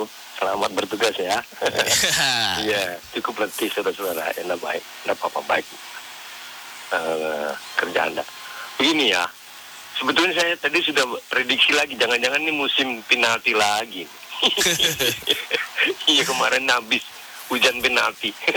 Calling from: Samarinda, East Kalimantan, Indonesia; saya orang Samarinda nih, orang Kalimantan Timur

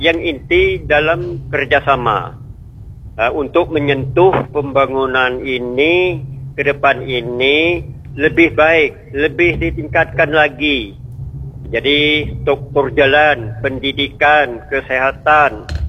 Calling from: Bangka Belitung Islands, Indonesia

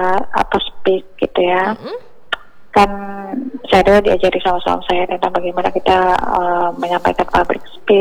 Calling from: Maluku, Indonesia; Salam sejahtera kami dari Timur Indonesia, Maluku Tengah.

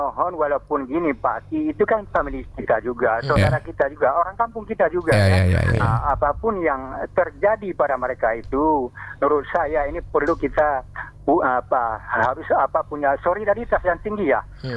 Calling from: Indonesia; saya orang Jongga

